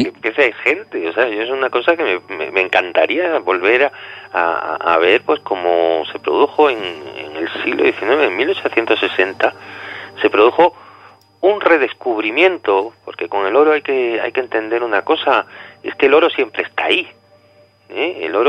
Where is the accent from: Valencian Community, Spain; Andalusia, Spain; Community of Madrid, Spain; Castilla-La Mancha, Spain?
Andalusia, Spain; Granada; siendo granadino y siendo de aquí y habiéndome criado en Granada